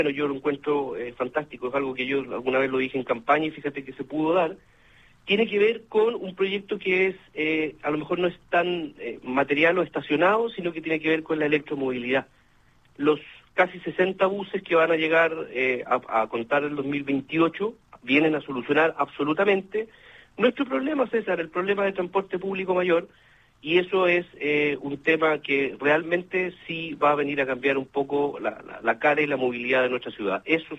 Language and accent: Spanish; Linares, Maule, Chile; nosotros somos gente de Linares, hemos sido siempre toda la vida, nuestras familias